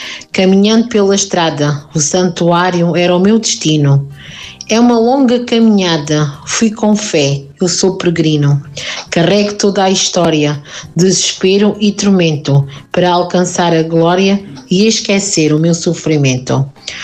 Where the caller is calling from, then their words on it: Portalegre, Alentejo, Portugal; estou a falar de Porto Alegre.